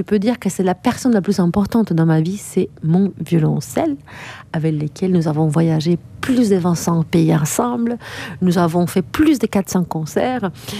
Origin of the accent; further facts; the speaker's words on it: Cuba; moved away; also born or lived in Paris; J'ai étudié plus de 10 ans à Paris, plus et même 15 ans au violoncelle classique depuis toute petite. Mais j'ai grandi à Cuba.